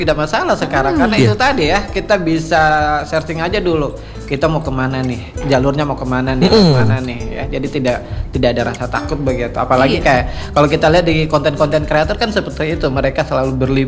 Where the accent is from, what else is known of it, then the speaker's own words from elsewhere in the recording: Central Sulawesi, Indonesia; Kalau Mantikole kan dekat dengan rumah nih. Kebetulan dekat dengan rumah.